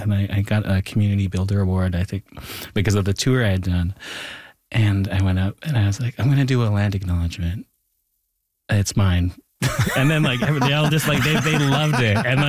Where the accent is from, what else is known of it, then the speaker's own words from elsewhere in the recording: Thunder Bay, Ontario, Canada; And I bring that back even to growing up in Thunder Bay